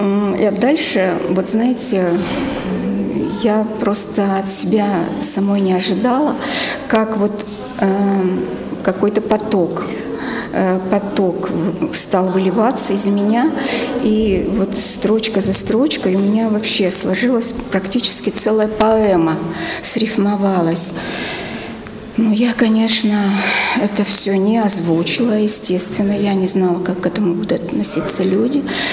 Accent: Revda, Sverdlovsk Oblast, Russia; Да, о малой родине, о городе Ревде, о том, что там осталось в памяти, о том, что я помнила о школе, о своих друзьях, о доме.

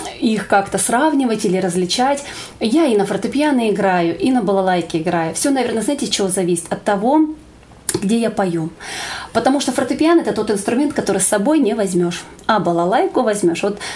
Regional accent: Irkutsk, Irkutsk Oblast, Russia; moved away as an adult; now in Central Russia; Я родилась в городе Иркутске, в Иркутской области. Там я жила, получала образование, начальное образование, музыкальное образование.

